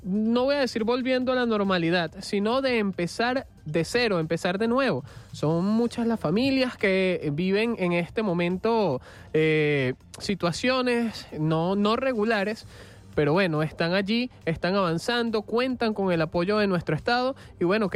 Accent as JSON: {"language": "Spanish", "country": "Venezuela", "said": "siendo eso que somos todos los venezolanos y las venezolanas"}